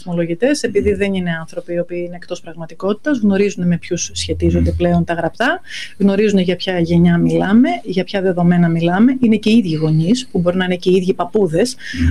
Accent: Greece; ως Έλληνες

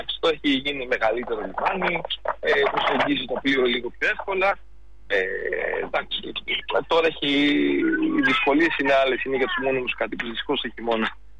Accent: Kasos, South Aegean, Greece; now in Athens, Greece; έρχονται όλοι οι κάσοι, οι κασιώτες που είμαστε, ή από την Αθήνα όπως είμαστε εμείς

